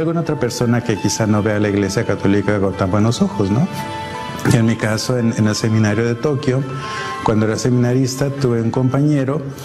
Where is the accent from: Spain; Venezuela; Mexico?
Mexico; Arteaga, Coahuila; Soy originario de Arteaga, Coahuila, está en el norte de México.